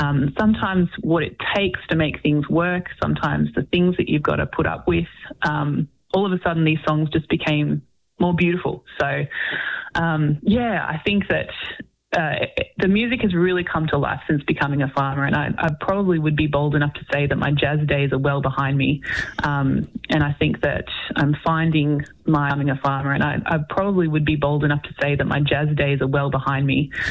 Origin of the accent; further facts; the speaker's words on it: Melbourne, Victoria, Australia; moved away as an adult; now in near Ballarat, Australia; I was born and bred in Melbourne and I had a very Melbourne existence. So I went to school in Melbourne, I worked and studied and got married in Melbourne